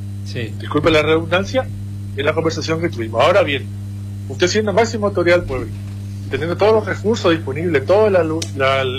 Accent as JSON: {"language": "Spanish", "town": "San Vicente", "region": "Misiones", "country": "Argentina", "tie": "born or raised there", "also_born_or_lived": "Oberá, Argentina", "said": "yo no soy acá de San Vicente, yo soy de Oberá, nací en Oberá, me vine a San Vicente a vivir apenas recién nacido. Me formé acá."}